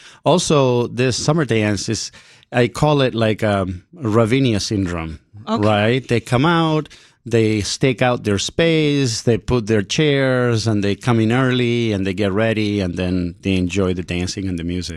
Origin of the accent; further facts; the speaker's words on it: Puerto Rico; also born or lived in Chile; I was born in Puerto Rico, and my family is from Chile.